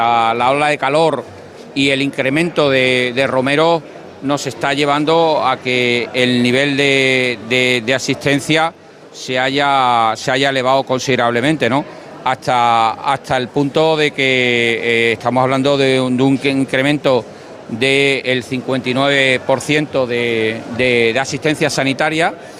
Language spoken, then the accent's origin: Spanish; Jerez de la Frontera, Andalusia, Spain; Bueno, claro, yo soy hermano de Jerez, soy jerezano.